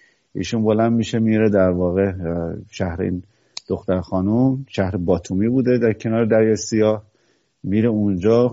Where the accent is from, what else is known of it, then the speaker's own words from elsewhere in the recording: Iran; هر کی منو میدید میدید که من ایرانیم